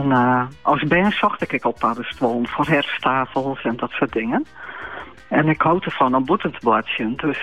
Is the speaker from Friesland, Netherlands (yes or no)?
yes; Friesland, Netherlands; Ik ben opgegroeid in de Friese Waarden